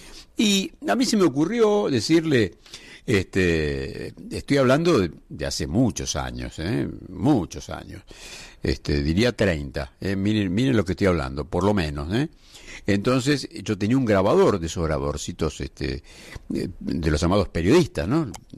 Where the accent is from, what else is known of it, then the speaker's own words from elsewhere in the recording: Argentina; soy de Argentina, de la radio de Argentina